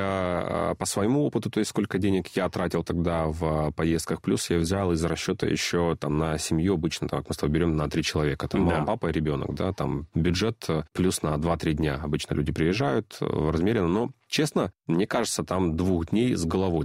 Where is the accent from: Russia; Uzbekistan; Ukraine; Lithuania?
Russia; Saint Petersburg; now in Moscow, Russia; А он бывший мой, я уже москвич.